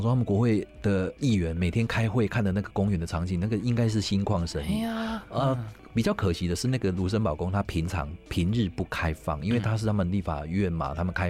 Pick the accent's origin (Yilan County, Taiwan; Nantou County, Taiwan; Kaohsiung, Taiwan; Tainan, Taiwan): Kaohsiung, Taiwan; 也是我们高雄人